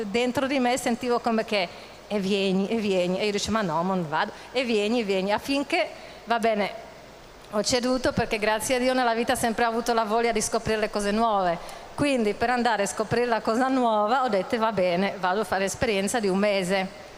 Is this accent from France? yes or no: no; Czechia; Italian is a second language; moved away as an adult; now in Italy; io vengo dalla Repubblica Ceca, che come tanti sanno è un paese ex comunista, quindi è un paese dove di Gesù della fede non si parla molto.